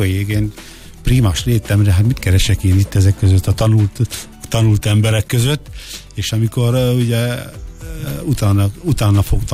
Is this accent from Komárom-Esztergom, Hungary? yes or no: no; Törökszentmiklós, Jász-Nagykun-Szolnok, Hungary; born there; Törökszent Miklóson születtem